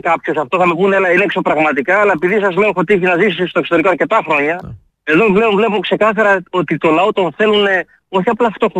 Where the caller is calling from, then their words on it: Katerini, Central Macedonia, Greece; από Κατερίνη.